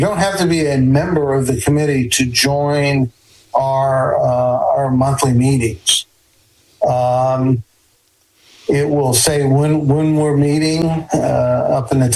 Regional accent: United States; I'm American. I'm a member of the American Legion in Kennebunk. I've got the York VFW.

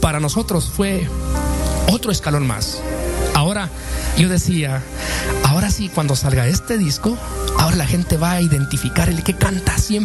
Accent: Chihuahua, Mexico; now in United States; hay mucha gente aquí del norte de Chihuahua, nosotros somos del norte de Chihuahua

